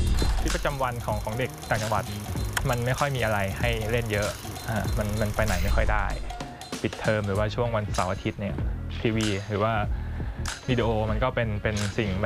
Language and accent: Thai; Lopburi, Thailand; ก็เป็นคนลพบุรีเลยครับเกิดที่ลพบุรีโตที่ลพบุรีเรียนที่ลพบุรีก็เรียกว่าคุ้นเคยผูกพันกับที่นี่เต็มๆเลย